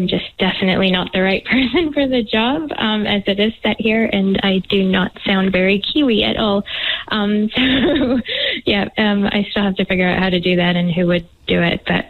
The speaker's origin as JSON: {"language": "English", "town": "Montreal", "region": "Quebec", "country": "Canada", "moved": "as an adult", "lives_now": "Tauranga, New Zealand", "said": "so I'm from Montreal."}